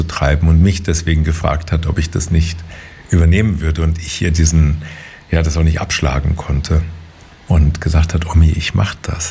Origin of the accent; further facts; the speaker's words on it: Hesse, Germany; accent: Hessian; Auf Hessisch so Topfgucker.